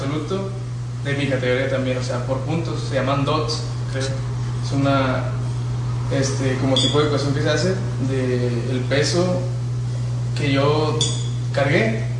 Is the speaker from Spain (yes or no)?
no; Palau, Coahuila, Mexico; also born or lived in Piedras Negras, Coahuila, Mexico; Nací en Piedras Negras, pero crecí aquí en Palau.